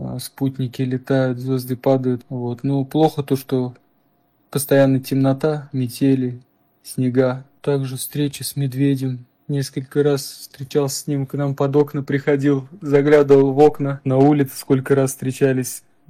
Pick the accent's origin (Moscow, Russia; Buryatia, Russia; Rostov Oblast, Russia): Buryatia, Russia; moved away as an adult; now in Cape Chelyuskin, Russia; я родом из Республики Бурятия. На данный момент живу и работаю на самой северной точке континента Евразия, мыс Челюскин.